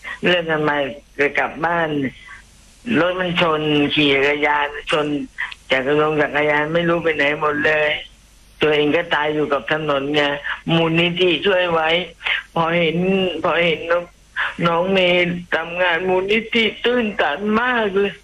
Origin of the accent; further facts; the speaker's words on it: Pak Nam Pho, Nakhon Sawan, Thailand; จังหวัดนครสวรรค์อำเภอเมืองตลาดปากน้ำโพค่ะ